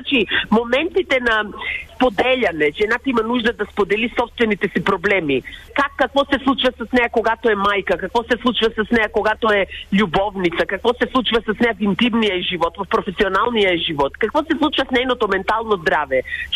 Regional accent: Bitola, North Macedonia; Двете сме от Македония, от Битоля

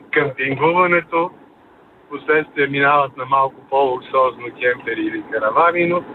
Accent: Sofia, Sofia City, Bulgaria; Обаждам се за дебата … от София съм.

